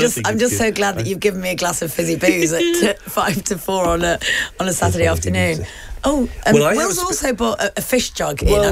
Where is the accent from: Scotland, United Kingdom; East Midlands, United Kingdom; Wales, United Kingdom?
East Midlands, United Kingdom; now in Sussex, United Kingdom; I grew up in Derbyshire